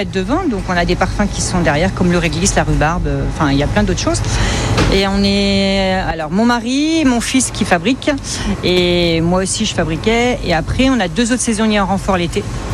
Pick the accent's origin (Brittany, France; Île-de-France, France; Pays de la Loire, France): Pays de la Loire, France; Challans; born there; moved away as an adult; also born or lived in Savoie; now in Saint-Gilles-Croix-de-Vie, France; moi je suis née à Chaland, mon mari à Soulan, et on est revenu pour eux, en fait, essentiellement.